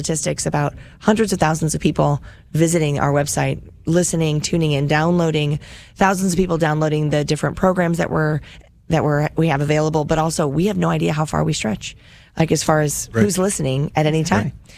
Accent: Missouri, United States; I'm from St. Charles County, people. I don't know how to say anything.

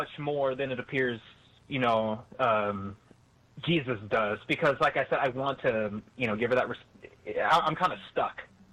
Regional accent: Texas, United States; growing up in Southern Texas, like there's predominantly Hispanic demographic, and you see images of, you know, Lady Guadalupe everywhere.

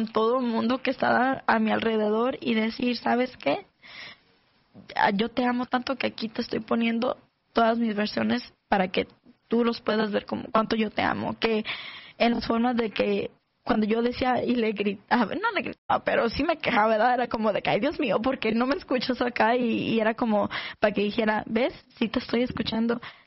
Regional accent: United States; doy una presencia con personas que yo crecí aquí en Estados Unidos, en la iglesia, porque ella y yo crecimos como en la escuela, como ya más jóvenes y todo eso, en la junior high, high school y todo eso.

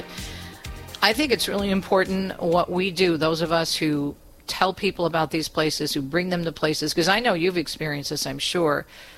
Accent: Michigan, United States; Michigan is my home state. Now, my husband and I reside half of the year in southeastern Michigan

